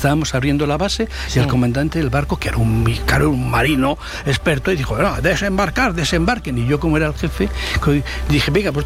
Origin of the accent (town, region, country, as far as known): Madrid, Community of Madrid, Spain